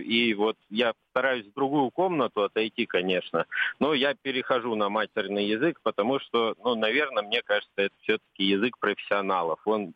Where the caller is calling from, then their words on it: Saint Petersburg, Russia; Доброе утро … Санкт-Петербург.